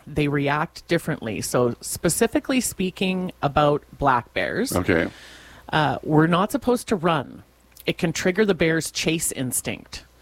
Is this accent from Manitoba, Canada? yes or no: yes; Winnipeg, Manitoba, Canada; in Manitoba, where in the schools where we grew up in Winnipeg